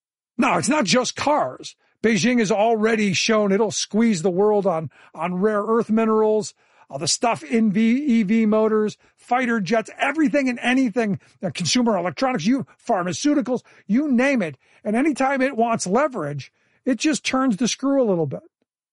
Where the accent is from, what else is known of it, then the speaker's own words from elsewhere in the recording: Cleveland, Ohio, United States; I grew up in Cleveland, a manufacturing powerhouse in its day.